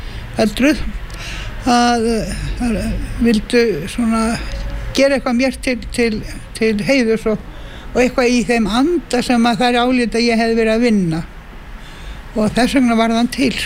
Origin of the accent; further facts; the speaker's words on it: Reykjavík, Capital Region, Iceland; Nei, ég ólstu upp í Laugarásnum.